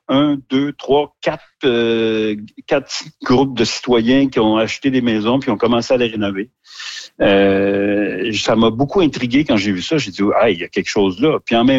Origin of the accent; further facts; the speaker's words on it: Terrebonne, Quebec, Canada; moi, j'ai vécu dans le Vieux-Terrebonne. Je suis né dans le Vieux-Terrebonne. Mes parents avaient des commerces dans le Vieux-Terrebonne.